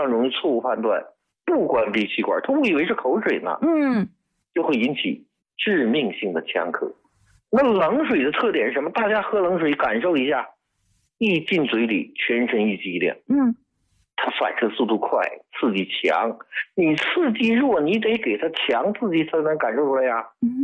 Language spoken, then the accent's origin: Chinese; China